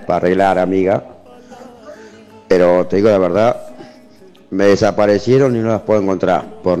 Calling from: Argentina; soy … de Alto Rancho

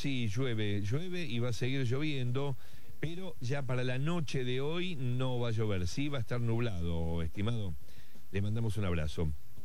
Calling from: Salta, Argentina; Bueno, que Dios bendiga a toda la radio … de Salta Capital.

